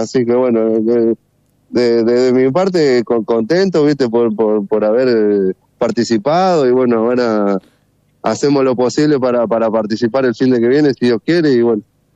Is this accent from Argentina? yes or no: yes; Laguna Paiva, Santa Fe, Argentina; now in Santa Fe, Argentina; Yo soy de acá, yo soy oriundo de Laguna Paiva, pero en este momento estoy viviendo en Santa Fe.